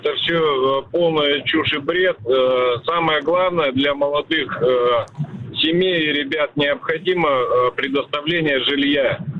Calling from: Yekaterinburg, Sverdlovsk Oblast, Russia; Екатеринбург.

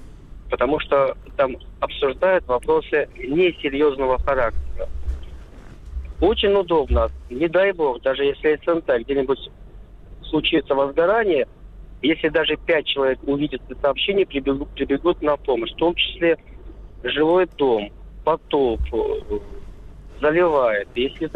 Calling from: Murom, Vladimir Oblast, Russia; Алло, я из Мурома. Здравствуйте.

